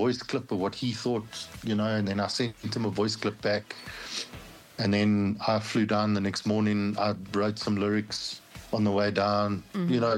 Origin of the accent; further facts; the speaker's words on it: South Africa; I think that statement is a bit like being South African. I think it's like, if you've got something in you, it's always got to come out. And I strongly believe, every South African grows up playing in the red dirt.